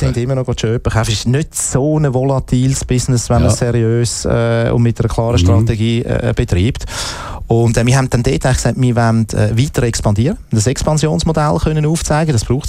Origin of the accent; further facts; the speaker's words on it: Zurich, Switzerland; Ich bin Zürcher